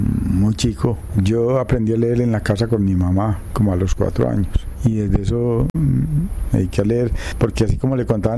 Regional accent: Sonsón, Antioquia, Colombia; also born or lived in Aguadas; yo no soy de Sonsón. No. Yo nací en Aguadas y me crié en Sonsón.

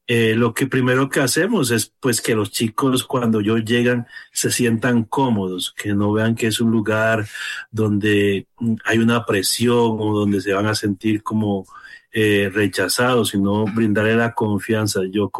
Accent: San Jacinto, Bolívar, Colombia; moved away as an adult; now in Bogotá, Colombia; yo soy sanjacintero de la costa

